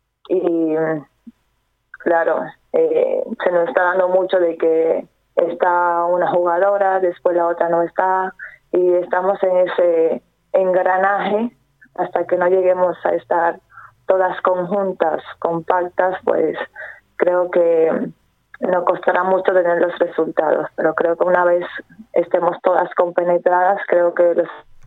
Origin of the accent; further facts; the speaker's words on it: Dominican Republic; now in Torrelavega, Spain; soy de República Dominicana